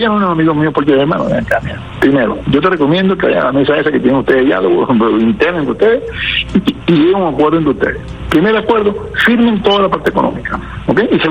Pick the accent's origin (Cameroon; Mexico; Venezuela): Venezuela; Ciudad Guayana, Bolívar; also born or lived in New York / San Félix; Yo llegué ahí con un año nacido a San Félix y después me mudé para Ciudad Guayana. Yo viví todo el crecimiento que han hecho.